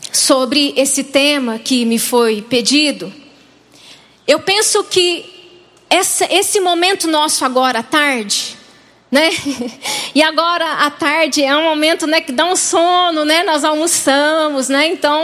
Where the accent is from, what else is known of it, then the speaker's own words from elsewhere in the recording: Varginha, Minas Gerais, Brazil; eu sou do sul de Minas Gerais, vocês vão perceber no decorrer da nossa partilha, né? Sou de uma cidade que talvez alguém aqui já tenha ouvido falar, eu sou lá de Varginha